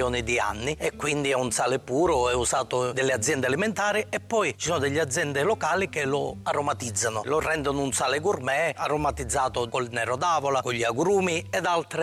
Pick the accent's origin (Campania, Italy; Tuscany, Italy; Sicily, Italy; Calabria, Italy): Sicily, Italy; Racalmuto; Ragalmuto, oltre ad essere la terra natale, è un paese straordinario